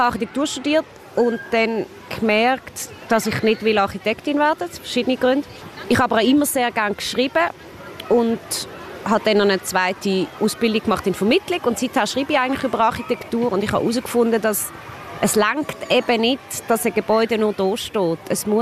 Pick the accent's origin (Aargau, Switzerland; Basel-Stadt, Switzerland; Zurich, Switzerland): Basel-Stadt, Switzerland; Basel; Ich bin in Basel aufgewachsen, am Rhein.